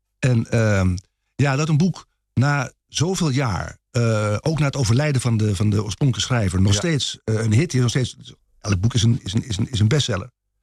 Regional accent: Amsterdam, North Holland, Netherlands; moved away as an adult; now in Haarlem, Netherlands; Ik ben geboren in de Jordaan.

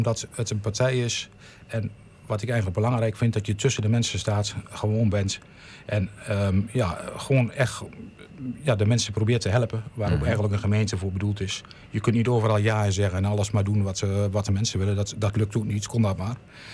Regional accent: Heerde, Gelderland, Netherlands; Ik ben geboren in Heerde. Mijn leeftijd 53 jaar. En geboren in Heerde en opgegroeid in Heerde. Ik heb altijd gewoond tegenover de speeltuin aan de Brandstraat. Daar ben ik geboren.

